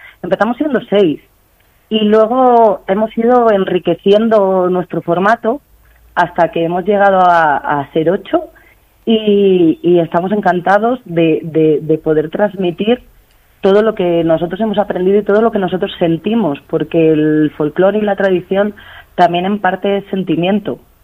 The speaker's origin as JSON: {"language": "Spanish", "town": "Zamora", "region": "Castile and León", "country": "Spain", "said": "Nosotros somos de Zamora, tenemos mucha relación con León"}